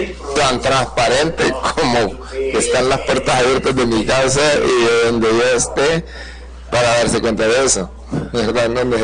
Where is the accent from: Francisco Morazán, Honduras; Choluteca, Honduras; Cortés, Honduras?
Francisco Morazán, Honduras; Tegucigalpa; No, soy de Tegucigalpa.